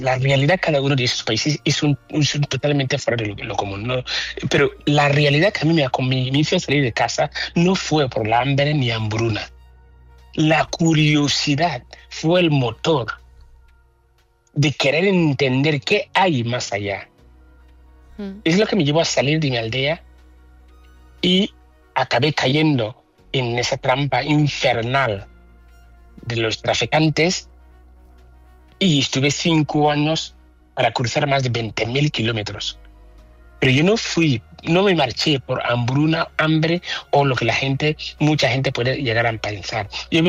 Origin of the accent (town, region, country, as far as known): Ghana; born or raised there; Spanish is a second language; now in Barcelona, Spain